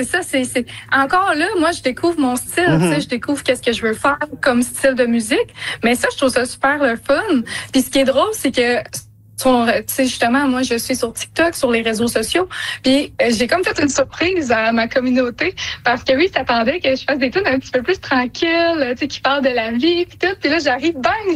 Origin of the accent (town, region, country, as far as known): Quebec, Canada